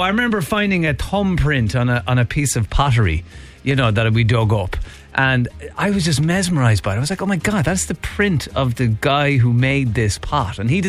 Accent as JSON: {"language": "English", "country": "Ireland", "said": "So, as Irish people, we just want to see inside your gaff."}